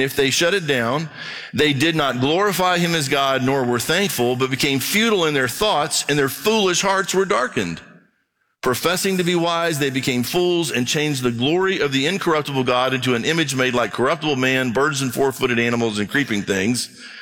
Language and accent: English; Brazil; I grew up in Brazil, mission fie